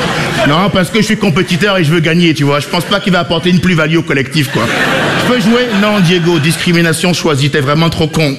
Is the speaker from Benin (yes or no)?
yes; Benin; born or raised there